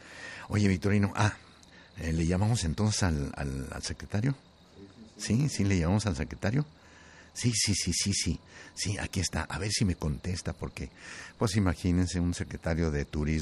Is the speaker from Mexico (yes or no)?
yes; Tlaltenango, Zacatecas, Mexico; moved away; Yo soy de un pueblo, ya es una ciudad, ya está muy grande, progresista mi pueblo. Se llama Tlaltenango, Zacatecas, pero para los gringos es Tlaltehollywood, Zacatexas.